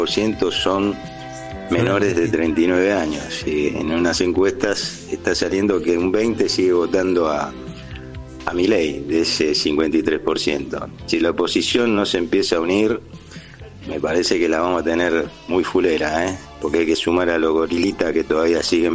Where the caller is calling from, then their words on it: Avellaneda, Buenos Aires Province, Argentina; de Avellaneda, oyente nuevo.